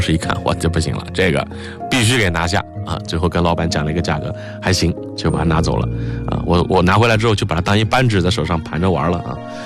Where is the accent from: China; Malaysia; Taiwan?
China; 我们中国人